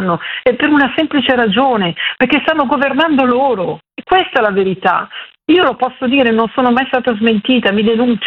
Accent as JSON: {"language": "Italian", "area": "Robecco sul Naviglio", "region": "Lombardy", "country": "Italy", "tie": "born or raised there", "said": "il mio paese natio si busco sul Naviglio"}